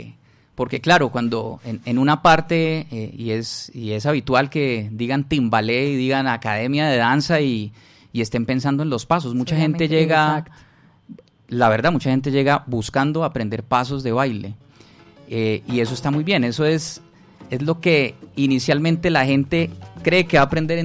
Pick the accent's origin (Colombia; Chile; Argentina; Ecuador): Colombia; Cúcuta, Norte de Santander; now in Medellín, Colombia; estaba yo con Andrés conversando de mi llegada aquí a Medellín. Yo soy cucuteño.